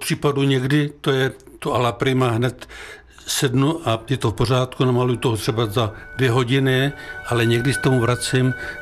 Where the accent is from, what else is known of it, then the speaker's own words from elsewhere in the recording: Senožaty, Vysočina Region, Czechia; moved away as an adult; now in Vlašim area, Czech Republic; Já jsem z Vysočiny, předhůří Vysočiny, kraj Zálesí, Želivky, Humpolecko a tam je ta moje rodná obec Senožaty.